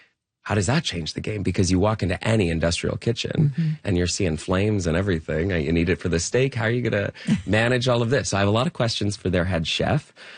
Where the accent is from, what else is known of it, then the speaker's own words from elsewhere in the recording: Whitby, Ontario, Canada; I remember growing up in Whitby, there's this high hill on Manning Street in Whitby for anybody who is in Durham region and knows that spot.